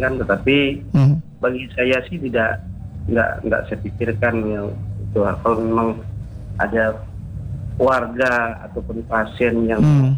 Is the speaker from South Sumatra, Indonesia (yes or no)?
no; West Kalimantan, Indonesia; Saya berasal dari Kalimantan Barat.